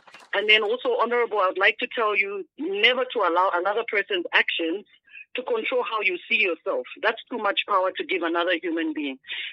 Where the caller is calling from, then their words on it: Lusaka, Lusaka Province, Zambia; I'm calling from Lusaka, Zambia.